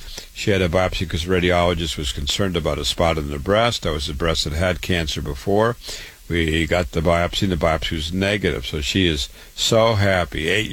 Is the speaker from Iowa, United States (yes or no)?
yes; Waterloo, Iowa, United States; born there; I was born in Waterloo, Iowa, went to university, public schools first, and then, of course, university, medical school